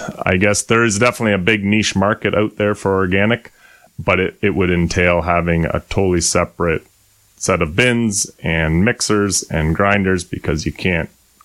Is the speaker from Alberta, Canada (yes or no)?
no; Guelph, Ontario, Canada; So I grew up in Guelph, not really on a farm or anything like that, but spent most of my summers at my grandparents, helping on their dairy farm.